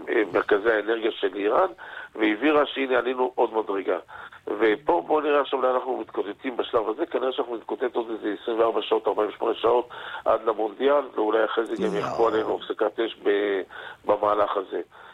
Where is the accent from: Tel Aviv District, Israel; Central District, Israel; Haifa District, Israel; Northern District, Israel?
Haifa District, Israel; the Krayot; אני גם גדלתי בקריות